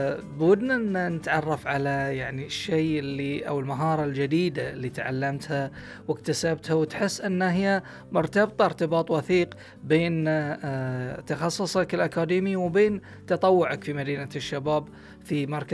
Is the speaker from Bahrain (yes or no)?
yes; Bahrain; سمة متأصلة في مجتمعنا البحريني